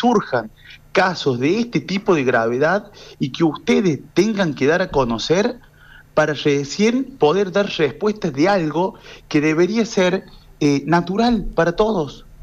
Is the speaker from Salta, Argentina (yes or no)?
no; Villa de María del Río Seco, Córdoba, Argentina; en Villa de María, en nuestro departamento